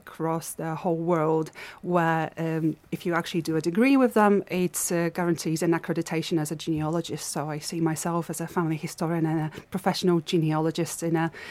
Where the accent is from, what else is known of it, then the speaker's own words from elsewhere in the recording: Poland; now in Stourbridge, United Kingdom; From Poland. But I've been for long enough. Yes. I've adopted my boyfriend's family as my own and the Black Country, and specifically Wollaston in Stourbridge, very much as my own home and community.